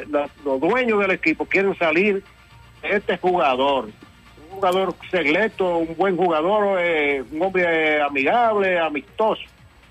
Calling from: Massachusetts, United States; Yo vivo en Massachusetts.

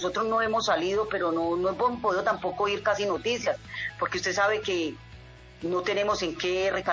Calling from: Ansermanuevo, Valle del Cauca, Colombia; Los llamo de acá, de la vereda El Roble de Anserma Nuevo.

